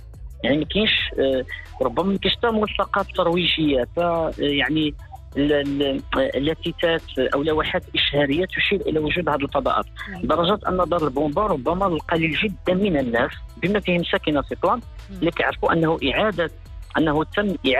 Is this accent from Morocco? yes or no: yes; Morocco; إحنا كمغاربة أو كمغرب كبلد